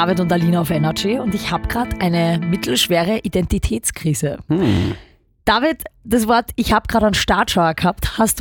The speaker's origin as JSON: {"language": "German", "region": "Upper Austria", "country": "Austria", "accent": "Upper Austrian dialect", "said": "Und ich verteidige natürlich mein Oberösterreich und meinen Dialekt."}